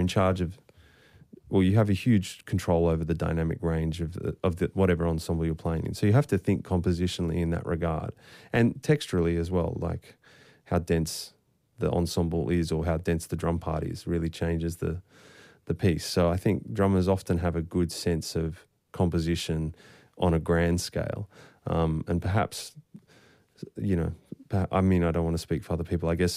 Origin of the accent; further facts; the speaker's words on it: Castle Hill, New South Wales, Australia; I grew up in Castle Hill.